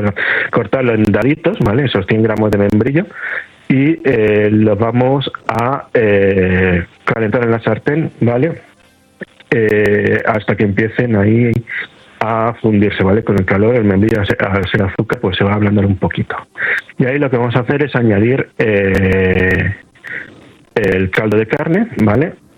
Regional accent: Extremadura, Spain; productos típicos de mi tierra de Extremadura

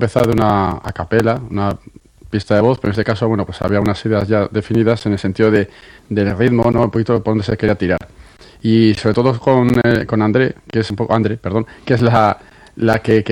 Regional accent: Basque Country, Spain; yo soy vasco

